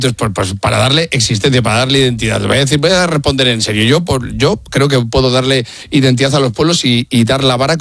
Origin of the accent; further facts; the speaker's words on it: Casasola de Arión, Castile and León, Spain; born there; Mi pueblo es Casasola de Arión